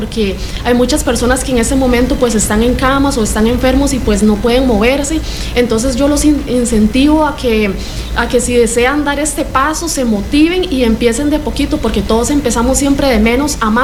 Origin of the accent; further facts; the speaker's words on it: San Pablo, Heredia, Costa Rica; Yo vengo desde Heredia, San Pablo.